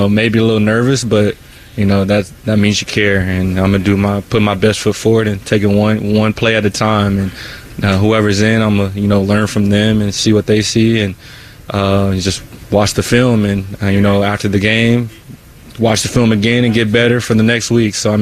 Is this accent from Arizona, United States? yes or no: no; Texas, United States; moved away as an adult; I'm from Texas